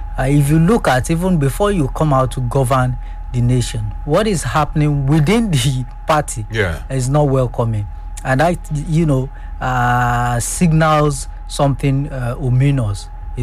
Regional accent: Nigeria; as a Nigerian

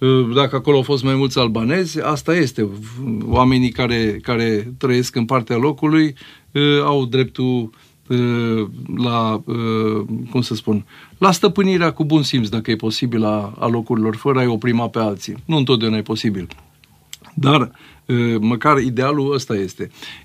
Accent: Arad, Arad County, Romania; eu nici nu sunt tehnic vorbind transilvanean, ci sunt din Parțiu, Aradul fiind în afara Transilvaniei istorice.

